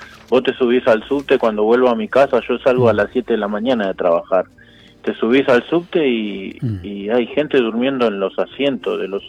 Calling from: González Catán, Buenos Aires Province, Argentina; Acá de González Catán, pero estoy trabajando en Capital.

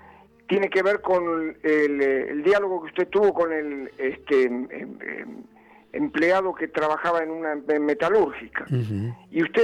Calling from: Buenos Aires, Argentina; me llamo de Parque Chacabuco.

